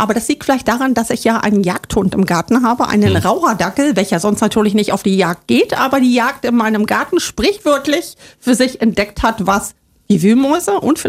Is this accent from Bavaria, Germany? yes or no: no; Saxony-Anhalt, Germany; Ja, ich bin ein Kind des Ostens, bin im Osten groß geworden.